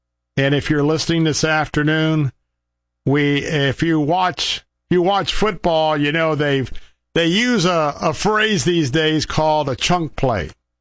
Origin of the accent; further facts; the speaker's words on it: Tampa, Florida, United States; broadcasting from Tampa this afternoon. As always, my hometown.